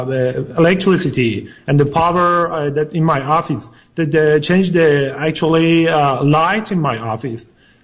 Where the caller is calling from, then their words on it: Los Angeles, California, United States; Actually, I'm in Los Angeles.